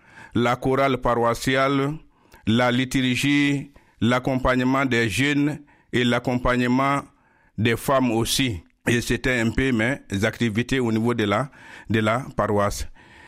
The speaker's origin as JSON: {"language": "French", "region": "Mopti", "country": "Mali", "tie": "born or raised there", "moved": "as an adult", "lives_now": "Montpellier, France", "said": "Je suis originaire du Mali et du diocèse de Mopti."}